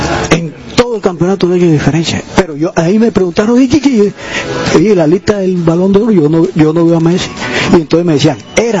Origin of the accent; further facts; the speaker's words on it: Colombia; Sí, claro, soy suramericano. Primero voy por Colombia. Primero voy por Colombia siempre.